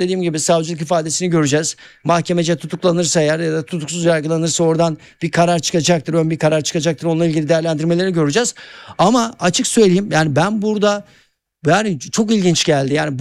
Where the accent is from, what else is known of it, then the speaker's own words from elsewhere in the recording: Erzincan, Turkey; Ben çocuktum, ben de Erzincanlıyım.